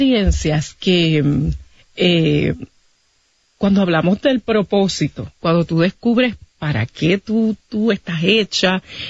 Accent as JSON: {"language": "Spanish", "town": "Guaynabo", "country": "Puerto Rico", "tie": "born or raised there", "said": "la escuela de este mismo pueblo de Guaynabo, donde está la estación, la escuela Margarita Janer Palacios, de donde yo me gradué"}